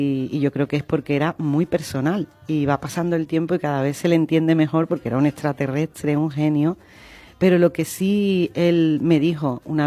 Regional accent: Utrera, Andalusia, Spain; yo vengo de Utrera

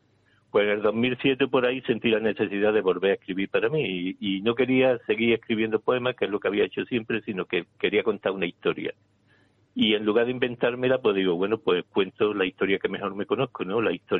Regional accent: Paradas, Andalusia, Spain; moved away; also born or lived in Seville; sobre Parada, sobre mi pueblo.

